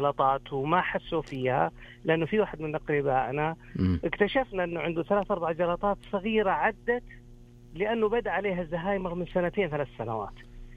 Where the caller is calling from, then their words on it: Medina, Medina Province, Saudi Arabia; من المدينة المنورة.